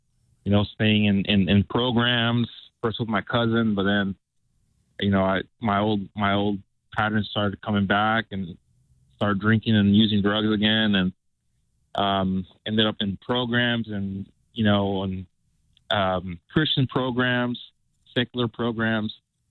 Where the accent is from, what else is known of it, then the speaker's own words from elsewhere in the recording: California, United States; moved away as an adult; also born or lived in Mississippi; now in Morgan Hill, United States; I had to leave my hometown. I left my hometown. I moved three states away I moved from California to Mississippi, you know, just trying to be safe. And I was in Mississippi for a couple of years